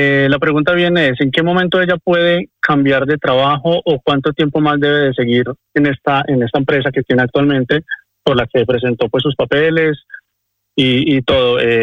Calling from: Madrid, Community of Madrid, Spain; de Madrid.

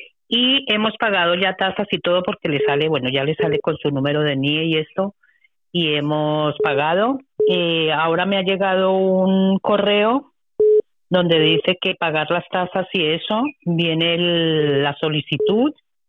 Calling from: Fuenlabrada, Community of Madrid, Spain; de Loranca.

